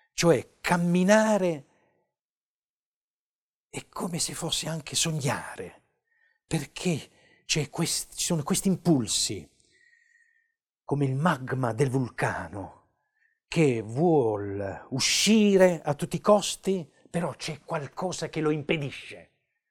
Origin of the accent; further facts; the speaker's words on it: Apulia, Italy; poi inserisco un grande sasso, che è un sasso della mia terra, delle Murge, e compongo la meteora